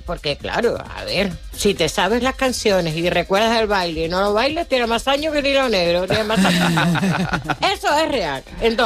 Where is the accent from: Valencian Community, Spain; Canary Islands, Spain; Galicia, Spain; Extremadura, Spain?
Canary Islands, Spain; San Cristóbal de La Laguna; yo soy de Taco, de barrio